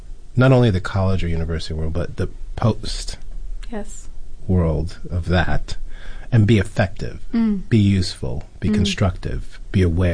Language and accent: English; New York City, New York, United States; I grew up in New York City, you know, Flushing, Queens, loved hip hop, loved